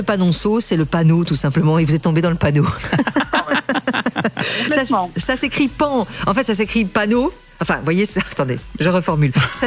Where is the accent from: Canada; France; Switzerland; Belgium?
Belgium; chez nous, en Belgique.